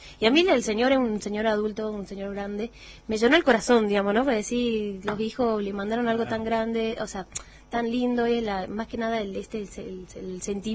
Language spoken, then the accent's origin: Spanish; Jujuy, Argentina; yo soy jujeña también acá